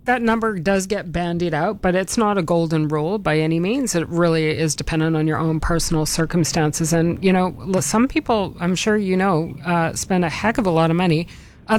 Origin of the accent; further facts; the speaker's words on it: Canada; I come from Canada